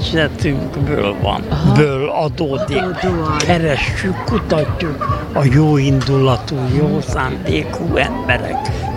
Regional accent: Hungary; Rom ungró, cigány ember, cigány vagyok. Rom ungró, ez a magyar cigány, ezek közé tartozom én.

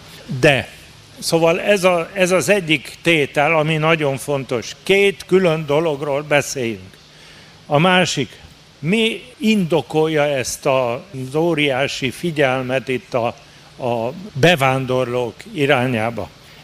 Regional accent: Brașov, Brașov County, Romania; moved away as an adult; now in Szeged, Hungary; brassói születésű vagyok, életem első 30 évét itt éltem le Erdélybe, házasságomat követően Szegedre kerültem

